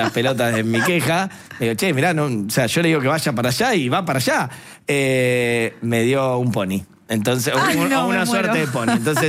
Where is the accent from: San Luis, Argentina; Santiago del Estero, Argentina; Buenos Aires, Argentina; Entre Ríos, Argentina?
Buenos Aires, Argentina; yo soy recontra porteño. Ojo, con mucho federalismo encima, mucho viaje